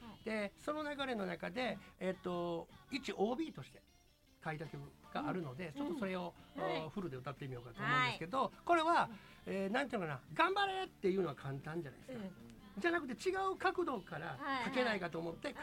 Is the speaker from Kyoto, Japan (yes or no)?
yes; Kyoto, Japan; 京都生まれ京都育ちの … 。先週聞いていただいた方はご存知かもしれませんが、私今年で還暦というね、60歳になりました。